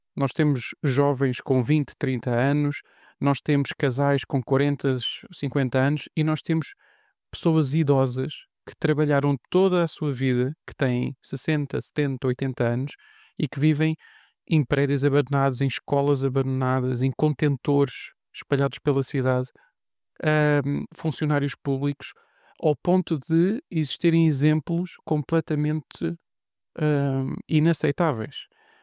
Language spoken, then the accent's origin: Portuguese; Lisbon, Portugal; eu nasci em Lisboa, eu vivo em Lisboa, é a minha cidade.